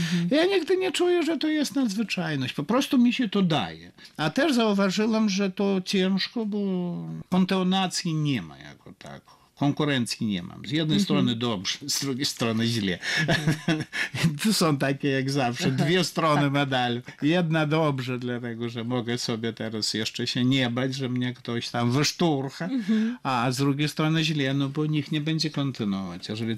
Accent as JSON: {"language": "Polish", "region": "Vilnius County", "country": "Lithuania", "said": "jak to się mówi u nas na Wileńszczyźnie"}